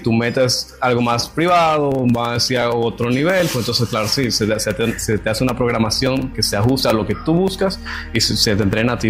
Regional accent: Dominican Republic; now in United States; Dominicano.

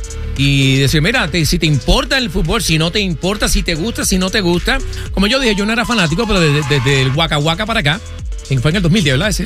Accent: Puerto Rico; yo soy puertorriqueño, y en Puerto Rico antes eso no se jugaba

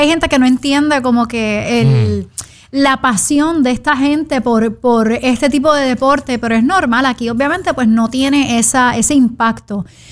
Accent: Puerto Rico; cuán apasionados somos nosotros los boricuas con el deporte.

